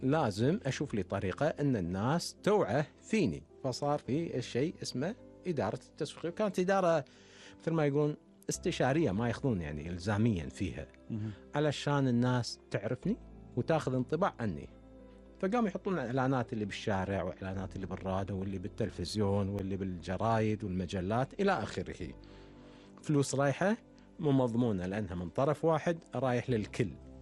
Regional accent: Kuwait; عندنا بالكويت

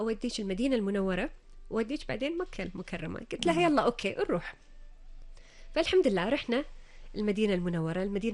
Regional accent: Kuwait

